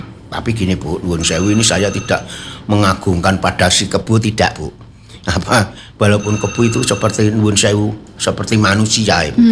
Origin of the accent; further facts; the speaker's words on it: Boyolali, Central Java, Indonesia; Saya kan orang Boyolali.